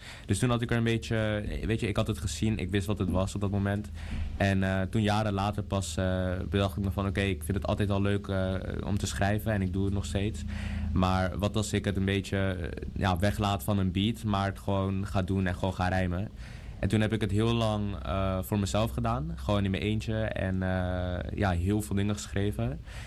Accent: North Holland, Netherlands; Ik kom uit Noord-Holland, dus ik speelde dan tegen de mensen uit Noord-Holland.

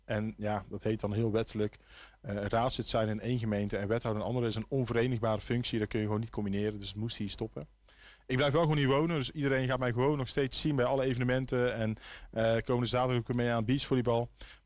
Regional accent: Kaatsheuvel, North Brabant, Netherlands; ik ben zelf opgegroeid in Kaatsheuvel. Ik woon heel mijn leven al in Kaatsheuvel.

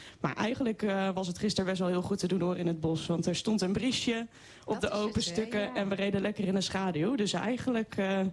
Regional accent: Zwolle, Overijssel, Netherlands; ik kom uit Zwolle

